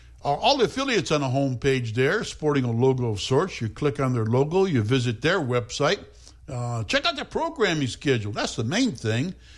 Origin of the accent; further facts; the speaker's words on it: Detroit, Michigan, United States; hometown automatically means Detroit, my hometown, and Motown.